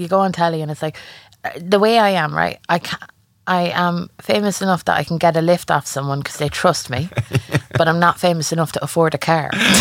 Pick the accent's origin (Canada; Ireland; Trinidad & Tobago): Ireland; Isn't it great being Irish? You always have a cousin somewhere. Yeah. And thankfully I had him in Australia.